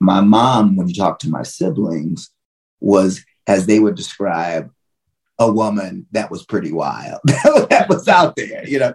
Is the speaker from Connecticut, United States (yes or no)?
yes; Middletown, Connecticut, United States; But I was born in Middletown, like I said, to a family where I was the youngest of five. At the time of my upbringing, we were in what would be considered low income housing in a place called Long River Village.